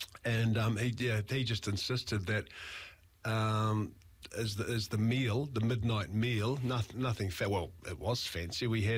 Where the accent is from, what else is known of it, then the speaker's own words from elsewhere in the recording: Hastings, Hawke's Bay, New Zealand; I grew up in Flaxmere.